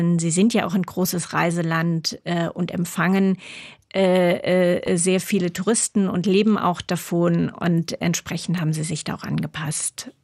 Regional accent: Saarland, Germany; Ich komme aus dem Saarland. Also wir sind wohnen direkt an der Grenze dort unten. Meine Familie, das heißt, wir war immer in intensiver Kontakt mit Frankreich auch da.

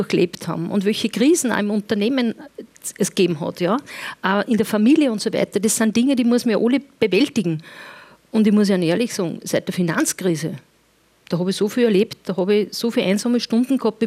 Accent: Upper Austria, Austria; Also ich sage, als Oberösterreicherin, wenn ich ein bisschen flapsig rede, das liegt dann irgendwo, wenn ich meinen Dialekt ein bisschen reinfalle.

